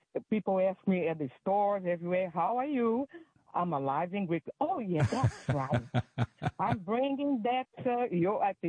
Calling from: Brazil; I'm not calling for Maryland. I'm calling from Brazil.

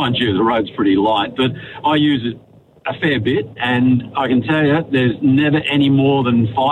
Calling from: Geelong, Victoria, Australia; I come up from Geelong to work

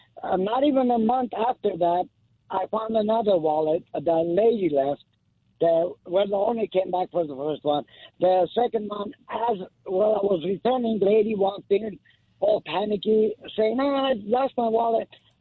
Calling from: Los Angeles, California, United States; Los Angeles.

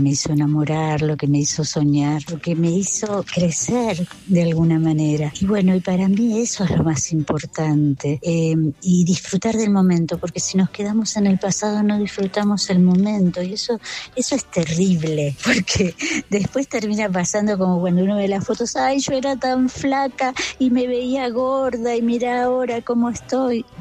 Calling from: Almagro, Buenos Aires, Argentina; Los estoy escuchando … de Almagro.

